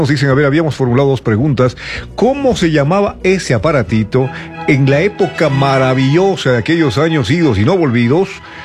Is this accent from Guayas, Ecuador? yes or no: no; Chambo, Chimborazo, Ecuador; born there; Yo nací en la provincia del Chimborazo, Cantón Chambo, un 24 de octubre de 1980.